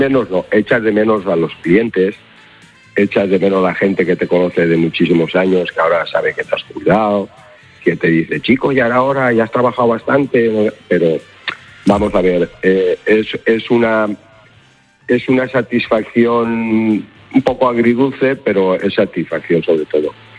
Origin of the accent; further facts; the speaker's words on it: Gandia, Valencian Community, Spain; yo soy de Gandía. Aquí en Gandía, toda la gente de la época aquella, todos los amigos míos, yo